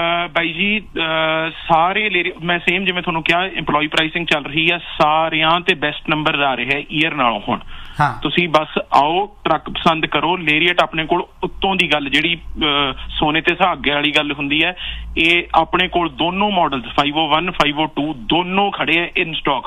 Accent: Patiala, Punjab, India; ਮੈਂ ਪਟਿਆਲੇ ਦਾ ਬਈ।

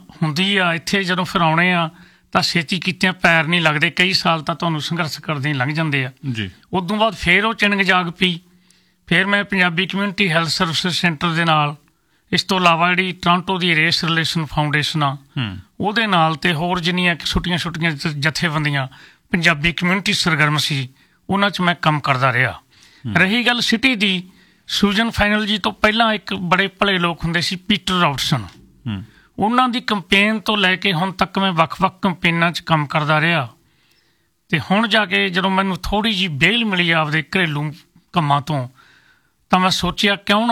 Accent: Punjab, India; moved away as an adult; now in Canada

